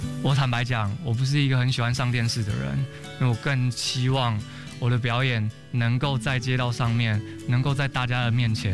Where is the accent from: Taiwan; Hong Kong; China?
Taiwan; 2019年，我站在上面的时候，因为我说了我来自台湾，开始各家媒体都在报道